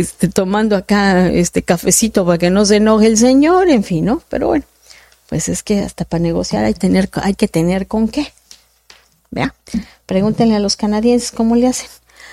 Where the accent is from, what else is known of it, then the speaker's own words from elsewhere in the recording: Mexico; nosotros como mexicanos